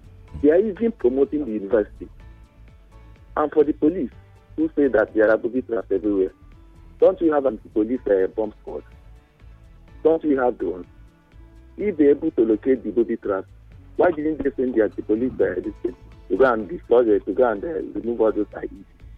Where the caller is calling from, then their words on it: Nigeria; I'm calling from Ejimu.